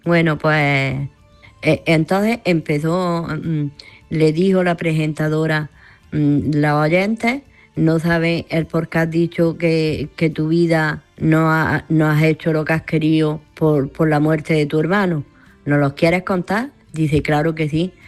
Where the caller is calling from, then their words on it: Granada, Andalusia, Spain